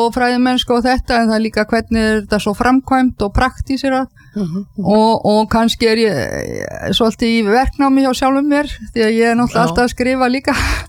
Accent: Kaupangur, Northeastern Region, Iceland; Já, ég fædd og uppalinn í Kaupangi, í Kaupangsveit sem núna Eyjafjarðarsveit, þannig ég bóndadóttir.

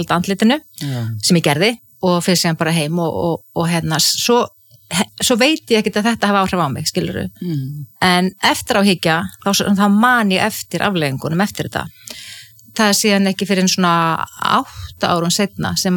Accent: Ísafjörður, Westfjords, Iceland; já, ég óttaðist sjóin sem kannski líka tengist því að ég alveg upp á Ísafirði þar sem voru 10 sjóslys og menn drukknuðu

